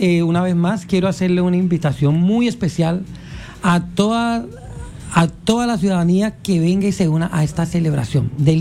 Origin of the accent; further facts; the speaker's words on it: Colombia; toda esta pasión que nos identifica como colombianos.